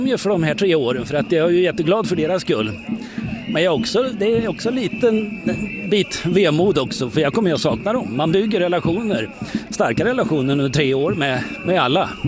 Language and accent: Swedish; Karlskoga, Örebro County, Sweden; moved away; Jag är uppvuxen i Karlskoga, så att jag inte är härifrån.